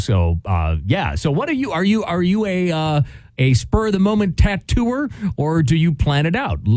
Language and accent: English; Wisconsin, United States; because of course we were growing up in Wisconsin